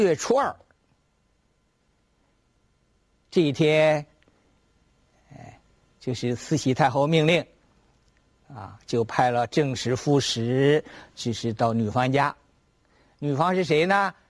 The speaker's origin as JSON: {"language": "Chinese", "country": "China", "said": "我们中国人，北京人"}